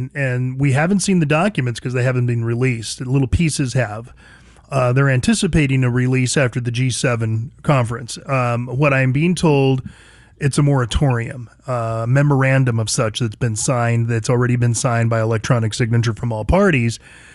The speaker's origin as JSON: {"language": "English", "town": "San Diego", "region": "California", "country": "United States", "said": "I'm from San Diego"}